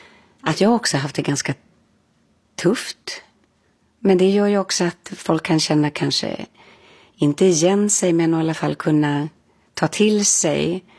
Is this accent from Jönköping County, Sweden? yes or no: no; Stockholm, Stockholm County, Sweden; Vår familj gjorde inte det. Vi kom ju från Stockholm och där lyssnade vi ju då på